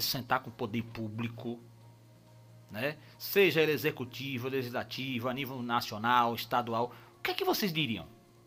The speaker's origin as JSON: {"language": "Portuguese", "town": "Santaluz", "region": "Bahia", "country": "Brazil", "tie": "born or raised there", "moved": "yes", "lives_now": "Conceição do Jacuípe, Brazil", "said": "Eu chego lá em Santa Luz, na minha terra, a 185 quilômetros daqui"}